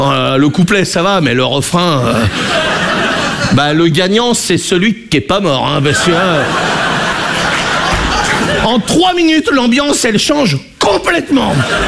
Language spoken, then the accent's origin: French; Brittany, France; Je suis breton. Moi, j'ai été accepté en Bretagne.